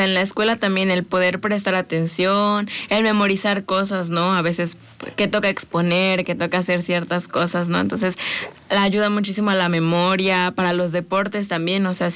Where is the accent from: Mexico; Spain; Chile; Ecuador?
Mexico; De los que, pues, somos mexicanos